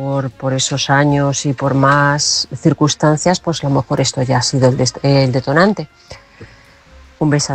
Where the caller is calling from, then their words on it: Toledo, Castilla-La Mancha, Spain; de Toledo.